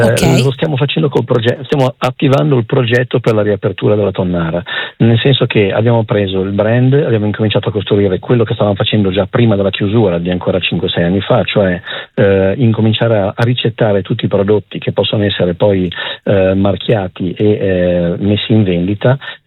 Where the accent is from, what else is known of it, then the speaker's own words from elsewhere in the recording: Genoa, Liguria, Italy; born there; also born or lived in Brescia; now in Camogli, Italy; io sono nato a Genova, nella zona